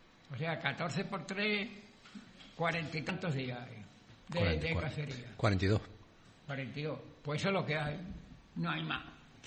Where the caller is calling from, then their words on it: Sanlúcar de Barrameda, Andalusia, Spain; Y yo soy de Salduca